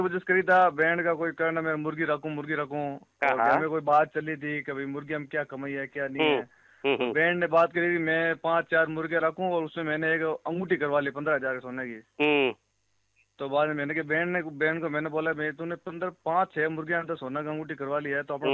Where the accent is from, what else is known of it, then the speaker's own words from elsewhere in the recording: Kumari, Rajasthan, India; नागौर के नागौर का पाक थी गांव है कुमारी बासनी गांव है बाकी मेरा गांव है कुमारी।